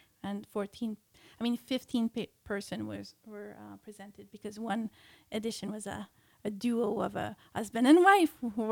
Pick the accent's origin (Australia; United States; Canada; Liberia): Canada; Quebec; now in Yukon, Canada; And I'm from Quebec